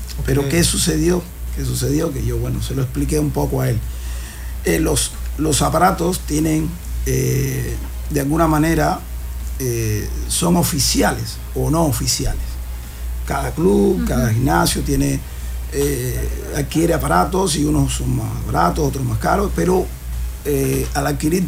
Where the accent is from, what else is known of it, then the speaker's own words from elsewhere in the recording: Mexico; así inicié, claro, yo, así en mi país, ¿no?